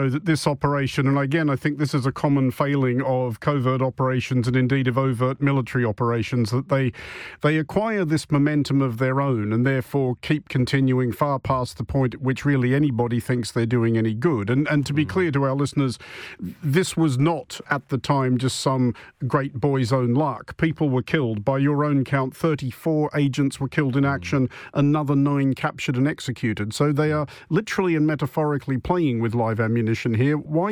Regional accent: Australia; now in United Kingdom; speaking as an Australian

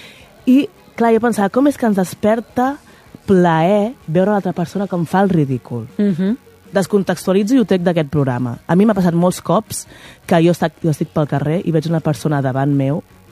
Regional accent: Hostalets de Balenyà, Catalonia, Spain; Perquè a Gran Prix era competició entre dues poblacions d'Espanya. El meu poble, Hostalets de Balenyà, va participar-hi. Va participar-hi l'any 2001, jo tenia 10 anys.

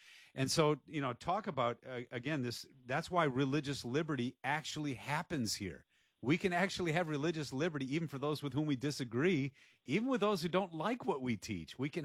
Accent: Dearborn, Michigan, United States; I'm from Dearborn, okay?

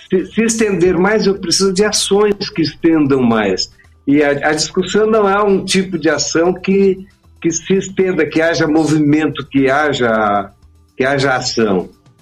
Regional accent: Porto Alegre, Rio Grande do Sul, Brazil; Na minha juventude, ainda em Porto Alegre, há mais de 50 anos atrás, eu frequentava uma barbearia em que acontecia isso.

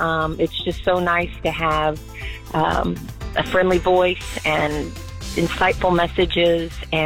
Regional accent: Austin, Texas, United States; I'm from Austin, but I have my first grandbaby that was born in February, and I've been in town helping out

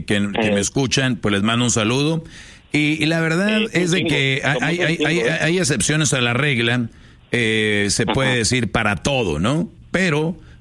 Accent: Nuevo León, Mexico; Señores, es viernes y como buen regio me siento en Monterrey

